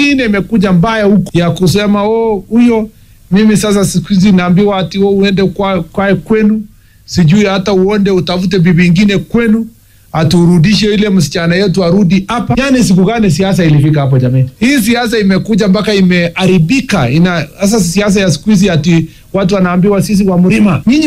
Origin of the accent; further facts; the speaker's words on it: Kenya; sisi kwanza ni wa Kenya, kwanza sisi ni watu wa Mwenyezi Mungu, alafu sasa sisi ni wa Kenya.